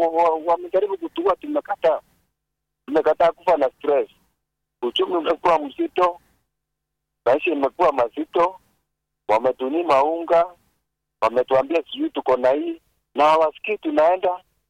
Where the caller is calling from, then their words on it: Kenya; sisi sisi ni Wakenya wa Kenya